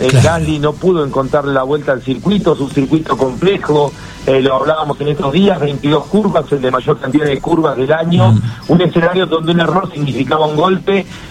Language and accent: Spanish; Argentina; nosotros somos así, pasionales, así somos los argentinos.